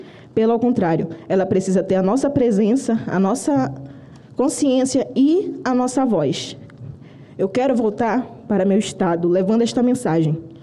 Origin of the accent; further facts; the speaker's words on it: São Joaquim do Pacuí, Amapá, Brazil; Eu venho do Amapá, venho de São Joaquim do Pacuí. Uma comunidade que talvez seja pequena no mapa, mas que para mim tem um enorme significado.